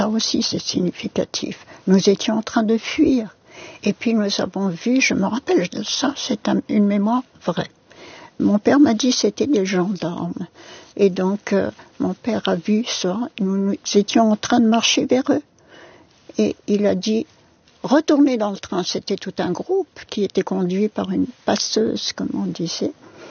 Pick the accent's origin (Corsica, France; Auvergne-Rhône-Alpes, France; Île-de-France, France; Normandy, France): Île-de-France, France; Paris; born there; first language Yiddish; also born or lived in Slonim; Je suis née à Paris, mais émigrée à Slonim d'abord, puis ramenée en France. Et là, on m'a dit, ne parle plus yiddish.